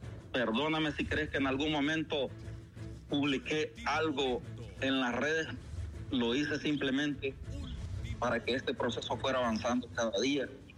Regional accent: Honduras

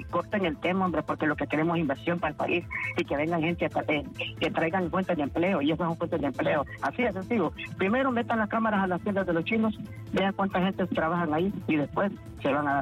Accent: Honduras; Entonces, yo soy hondureño.

